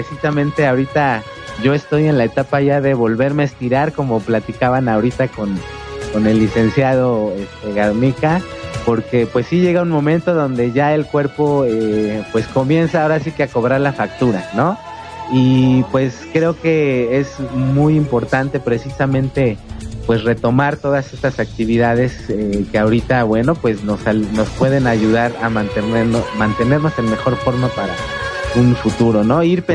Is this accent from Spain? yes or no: no; Mexico; yo soy de aquí de México y con los años he aprendido a valorar cada vez más nuestro país, nuestras raíces